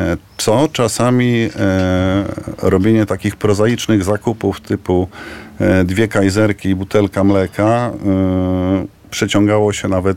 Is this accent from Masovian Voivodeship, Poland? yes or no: yes; Warsaw, Masovian Voivodeship, Poland; born there; I w 68 roku moi rodzice razem z moją siostrą przeprowadzili się z Krakowa do Warszawy. Ja się urodziłem w Warszawie, tak.